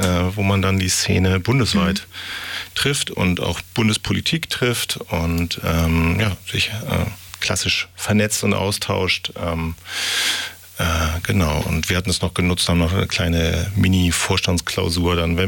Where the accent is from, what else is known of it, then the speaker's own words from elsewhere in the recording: Hamburg, Germany; Das ist, nehmen wir auch als Hamburgerin wiederum viel mit.